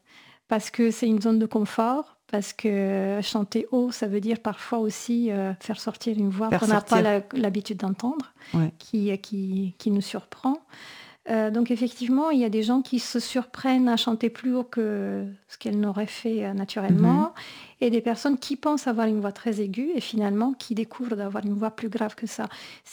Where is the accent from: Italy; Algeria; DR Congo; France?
Italy; moved away; j'ai grandi en Italie